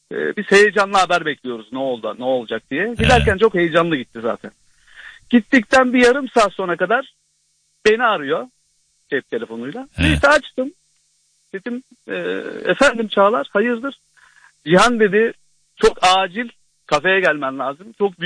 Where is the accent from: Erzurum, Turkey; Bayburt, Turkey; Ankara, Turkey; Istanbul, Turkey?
Istanbul, Turkey; Avcılar; Bundan yaklaşık 20 sene kadar önce Avcılarlıyım ben. Avcılar'da oturuyoruz.